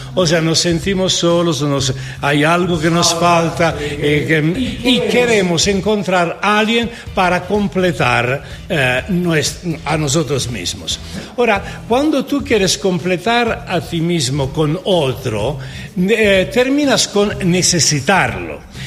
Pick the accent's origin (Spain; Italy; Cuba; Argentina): Italy; Spanish is a second language; Soy un pinche italiano, efectivamente.